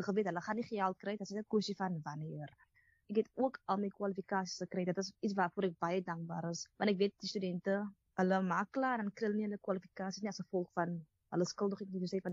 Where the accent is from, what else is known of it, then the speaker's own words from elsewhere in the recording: Atlantis, Western Cape, South Africa; now in Atlantis, South Africa; by die skool het hulle vir my gevra van waar is ek, en sê, ek is van Atlantis, ek bly in Island Place, ek bly in die kort